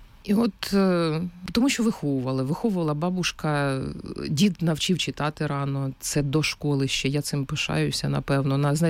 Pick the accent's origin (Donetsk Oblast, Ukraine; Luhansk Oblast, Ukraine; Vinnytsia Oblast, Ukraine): Luhansk Oblast, Ukraine; Shulhynka; first language Ukrainian; also born or lived in Novoaidar; Народилась я на півночі Луганщини, це більш така, звісно, переважно Слобожанщина, в селищі міського типу Новайдар, але все своє життя провела в Шульгінці, тому що мої батьки звідти родом, баба з дідом, які мене виховували до школи